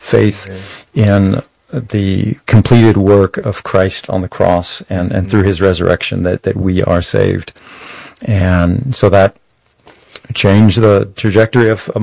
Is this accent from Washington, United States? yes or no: no; San Antonio, Texas, United States; I grew up here in San Antonio